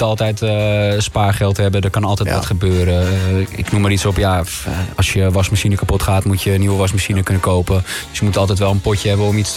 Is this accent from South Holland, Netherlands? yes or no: no; Amsterdam, North Holland, Netherlands; Ik kom uit Amsterdam Noord